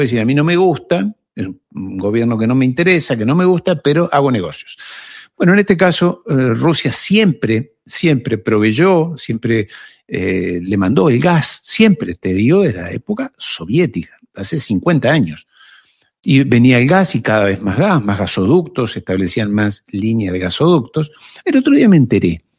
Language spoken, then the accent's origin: Spanish; Uruguay; Yo soy uruguayo